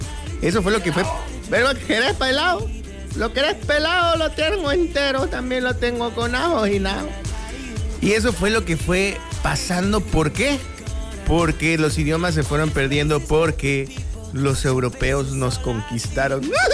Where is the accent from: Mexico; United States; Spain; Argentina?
Mexico; Nosotros mexicanos también tenemos.